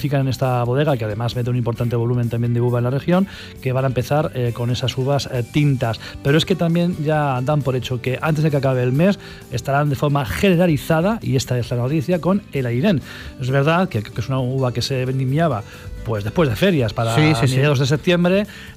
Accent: Villarrubia de los Ojos, Castilla-La Mancha, Spain

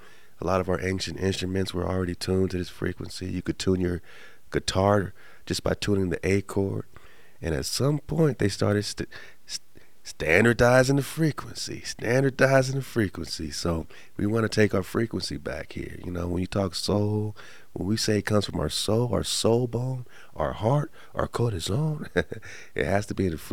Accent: Inglewood, California, United States; now in Cedar City, United States; my hometown city and the hometown artists … Inglewood

